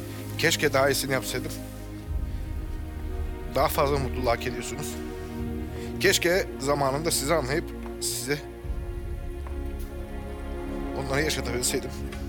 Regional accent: Thrace, Turkey; Ya biz Trakyalıyız.

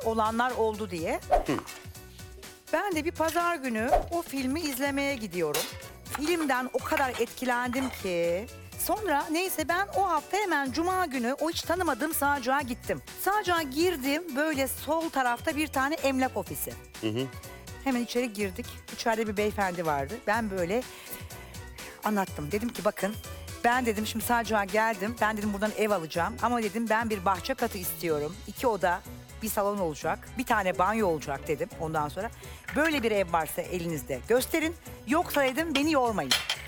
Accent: Istanbul, Turkey; İstanbul'da doğdum tabii ki. İstanbul. Emirgan'da, ben Boğaz çocuğuyum. Emirgan'dayım lütfen.

